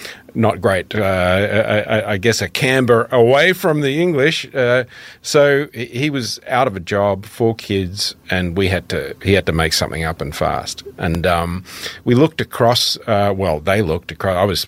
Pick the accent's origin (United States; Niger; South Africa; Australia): Australia; Sydney, New South Wales; born there; also born or lived in Dublin, Ireland / Melbourne; So I grew up in Peakhurst. Which is on the south side of Sydney.